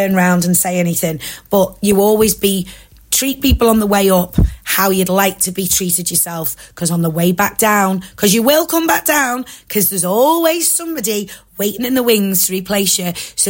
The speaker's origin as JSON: {"language": "English", "town": "Southport", "region": "North West England", "country": "United Kingdom", "tie": "born or raised there", "said": "that went on in Southport, my kids have never seen me cry. And I was uncontrollably sobbing. It was my hometown this has happened in."}